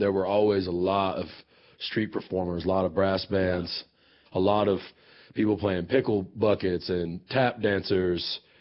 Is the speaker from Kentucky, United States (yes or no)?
no; Texas, United States; born there; I was born in Texas, but, you know, I say I came to life on the street in Paris, France, man.